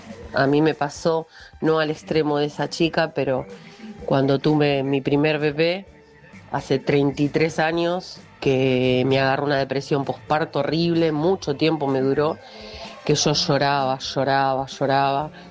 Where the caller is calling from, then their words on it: Ranelagh, Buenos Aires Province, Argentina; de Ranela.